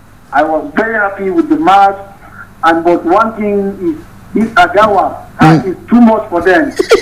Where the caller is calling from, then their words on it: Kuru, Plateau, Nigeria; from Kuru.